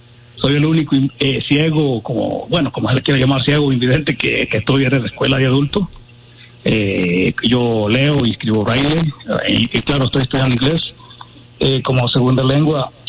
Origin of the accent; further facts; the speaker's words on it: Chalatenango, El Salvador; Soy originario del Salvador, del departamento de Chalatenango.